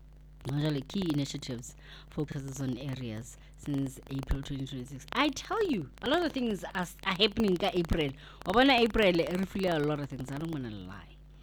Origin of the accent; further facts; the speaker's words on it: South Africa; my details as a South African